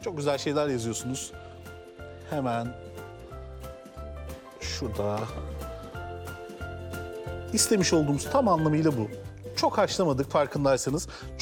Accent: Adana, Turkey; Ya bir Adanalı olarak pırasayı bu kadar seviyor olmam insanları çok şaşırtıyor.

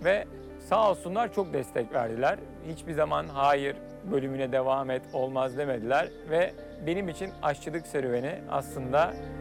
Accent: Izmir, İzmir, Turkey; moved away as an adult; also born or lived in Italy; now in Urla, Turkey; İzmir'de doğdum, büyüdüm, İzmirliyim. Kendi köklerime dönmek istedim açıkçası.

